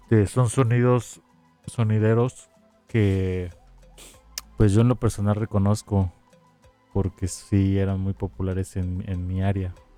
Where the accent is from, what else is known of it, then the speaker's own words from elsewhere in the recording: Puebla, Mexico; Yo tal vez, pues, porque soy poblano, entonces yo hasta ahorita vengo entendiendo